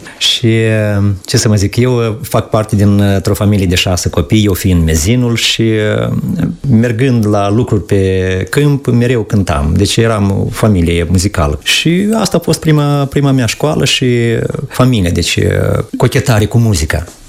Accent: Vâșcăuți, Orhei District, Moldova; Da, sunt de la Vâșcăuț Orhei, pe malul Nistrului, acolo am crescut, unde am și prins dragoste față de muzică

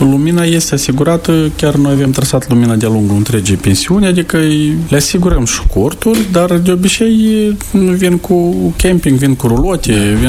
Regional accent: Șoldănești, Șoldănești District, Moldova; now in Cuconești Noi, Moldova; Da, sunt din Șoldănești de Baștină. Am ajuns aici pe, hai spunem așa, prima direcție de activitate care dețedim o gospodărie agricolă aici în satul Cuconești Noi.

